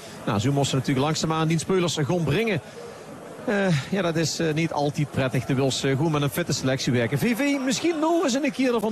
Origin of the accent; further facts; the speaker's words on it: Antwerp, Flanders, Belgium; Ik kom van Antwerpen, dus ik ben heel gespannen.